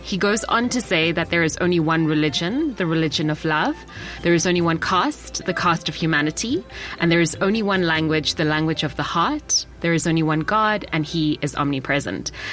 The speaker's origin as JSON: {"language": "English", "country": "South Africa", "said": "Hola, thanks for having me. … from South Africa."}